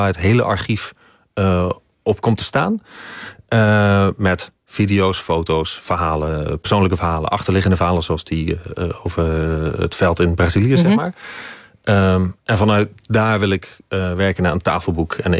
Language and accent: Dutch; Schiedam, South Holland, Netherlands; Ik moet zelfs zeggen, ik kom zelf uit Schiedam. In Schiedam heb ik ook maar 3 velden gefotografeerd.